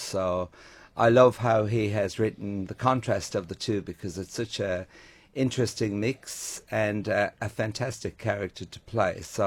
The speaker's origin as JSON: {"language": "English", "region": "County Limerick", "country": "Ireland", "also_born_or_lived": "Galway", "said": "Well, I lived in Galway, actually. So, you know, I'm from County Limerick, and I've been here for about 21 years now"}